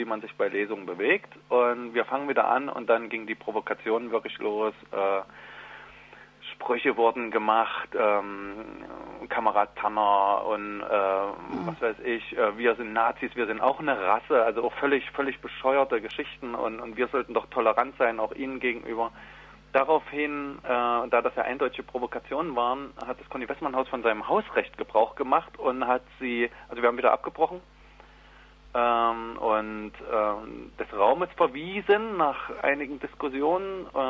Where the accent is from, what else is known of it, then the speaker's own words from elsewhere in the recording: Leipzig, Saxony, Germany; ich komme ja hier aus Leipzig